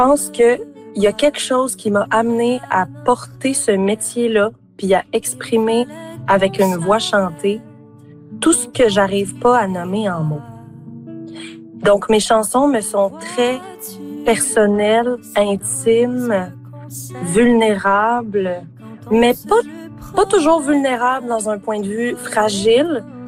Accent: Sherbrooke, Quebec, Canada; moved away as an adult; now in Montreal, Canada; Je suis originaire de Sherbrooke, mais j'habite à Montréal depuis déjà quelques années. J'y suis allée pour les études, puis j'y suis restée parce que c'est une ville bouillonnante que j'adore.

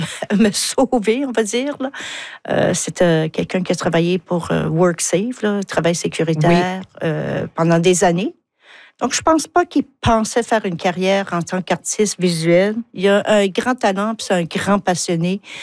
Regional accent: Carentan, Canada; Je viens de Carentan, donc c'est une pile de roches avec du ciment puis une plaque en bronze.

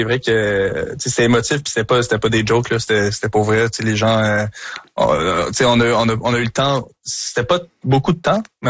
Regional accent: Montreal, Quebec, Canada; je suis Montréalais dans l'âme

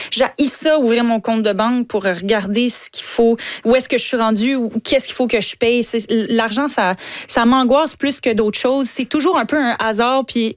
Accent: Quebec, Canada; je suis québécoise, j'ai grandi en écoutant les Canadiens de Montréal à la télé petite avec mon papa.

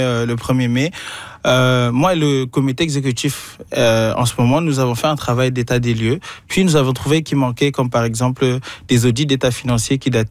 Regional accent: Paris, Île-de-France, France; Il faut savoir que moi, je viens de Paris. Fait comme à ce moment, j'étais à Paris en train de profiter du ciel gris de Paris.

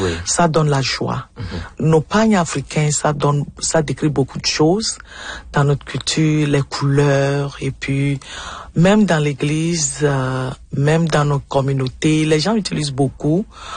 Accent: Togo; now in Manitoba, Canada; je suis togolaise

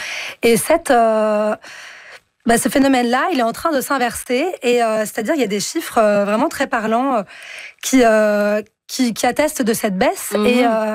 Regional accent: France

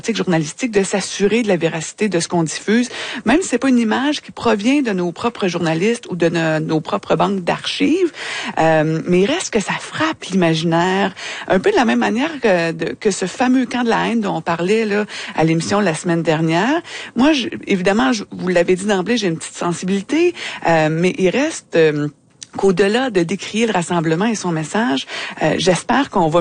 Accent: Shawinigan, Quebec, Canada; Ben, je suis originaire de Shawinigan.

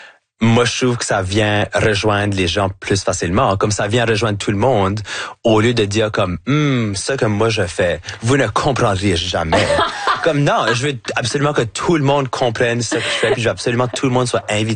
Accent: New Brunswick, Canada; accent: Chiac; de faire tout ce que je fais avec mon accent, avec mon accent, avec mon chiac. Pour moi, c'est comme, ah, ben, c'est bien plus fun parce que là, tout d'un coup, je peux comme apporter l'Acadie avec moi

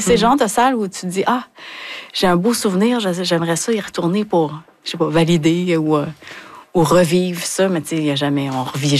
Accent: Hauterive, Quebec, Canada; also born or lived in Montreal; Je suis de Haute-Rive, moi!

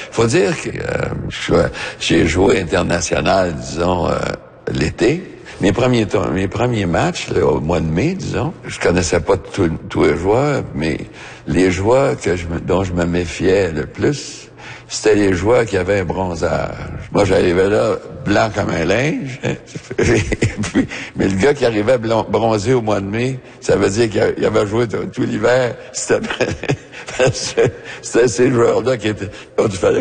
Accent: Waterloo, Quebec, Canada; À Waterloo, je viens de Waterloo, puis il y avait du beau tennis à Waterloo.

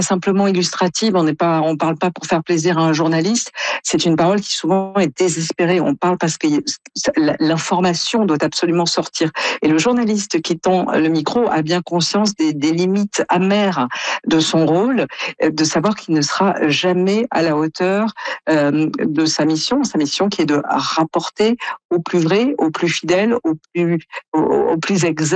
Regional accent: France; quand on est Canadien ou comme moi français

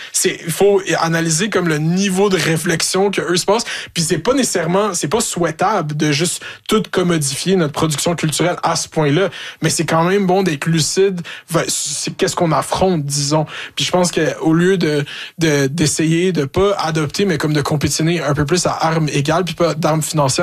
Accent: Quebec, Canada; on est Québécois, on fait des affaires pour les Québécois

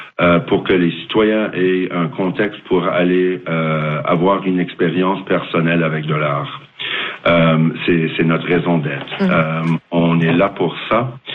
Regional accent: New Brunswick, Canada; ici, chez nous, au Nouveau-Brunswick.

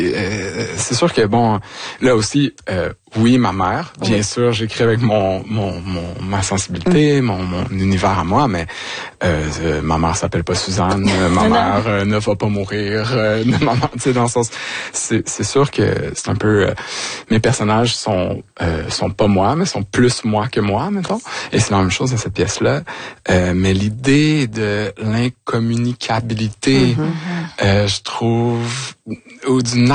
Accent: Quebec, Canada; Et donc moi, je suis retourné dans ma région natale, c'est-à-dire Vaudreuil-Soulanges

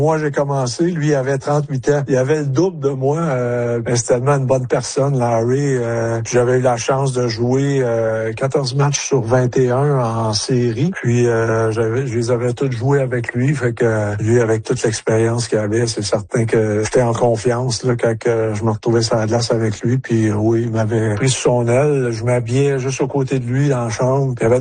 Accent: Quebec, Canada; En grandissant en Abitibi

